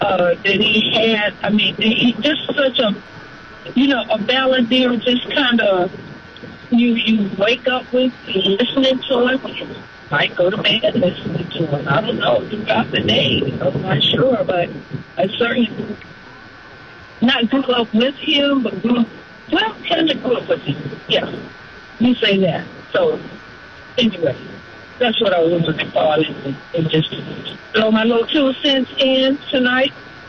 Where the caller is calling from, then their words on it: Stone Mountain, Georgia, United States; Hey, I'm calling from Stone Mountain.